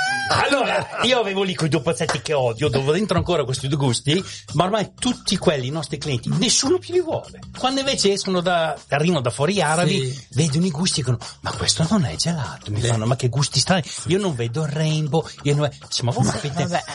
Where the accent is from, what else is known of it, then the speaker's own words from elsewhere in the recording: Lombardy, Italy; moved away; Fuori Milano, in provincia